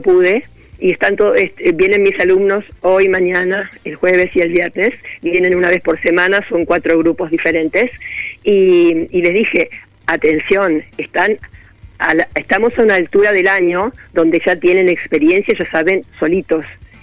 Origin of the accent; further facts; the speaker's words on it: Argentina; ¿qué somos los argentinos?